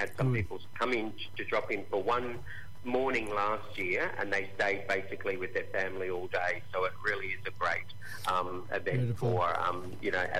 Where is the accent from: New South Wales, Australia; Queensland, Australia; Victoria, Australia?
New South Wales, Australia; Coonabarabran; from Coonabarra, northwestern New South Wales.